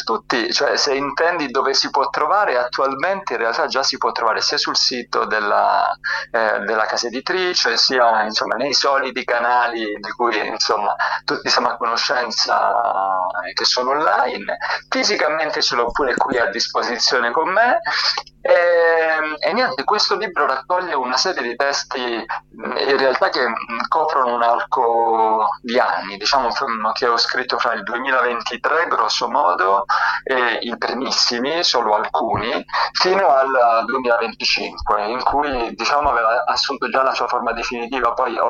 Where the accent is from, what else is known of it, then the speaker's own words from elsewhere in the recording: Soverato, Calabria, Italy; una presentazione in anteprima in Calabria, vicino insomma, al mio paese, a Soverato